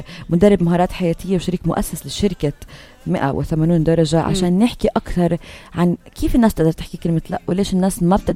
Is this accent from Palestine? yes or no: yes; Hebron, West Bank, Palestine; أنا من الخليل